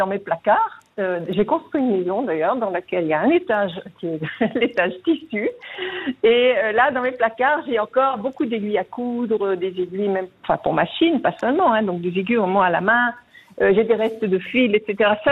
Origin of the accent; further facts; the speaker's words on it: France; En France, puisque je suis française d'origine, je recherche les magasins de mon enfance, je les trouve plus.